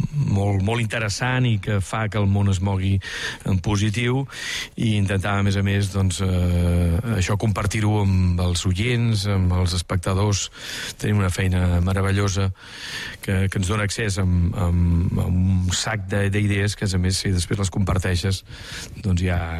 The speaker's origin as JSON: {"language": "Catalan", "town": "Vila-seca", "region": "Catalonia", "country": "Spain", "said": "Andreu Faro, dibuixant de còmic del meu poble, de Vilaseca"}